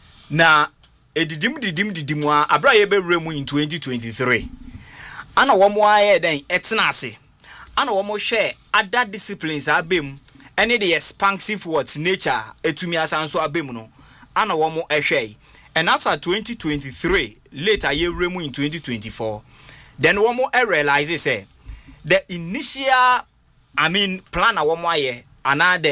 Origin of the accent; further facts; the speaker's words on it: South Africa; Nigeria still with 3 gold medals are one way to me as a South African